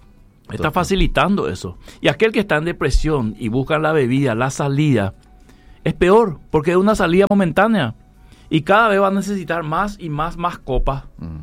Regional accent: Paraguay; Y estamos dispuestos a pelear con Argentina y Uruguay por de quién es el mate, ¿verdad?

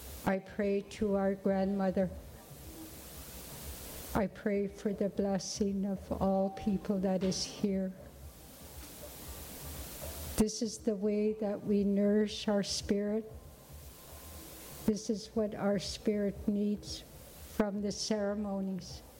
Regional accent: Yukon, Canada; I'm from the Wolf Clan. All all my children and my great-grandchildren. They follow my lineage. In the Yukon, we're a matrilineal society

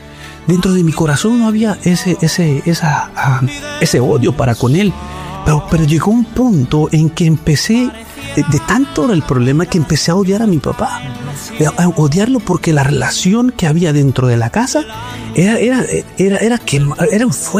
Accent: El Salvador; born there

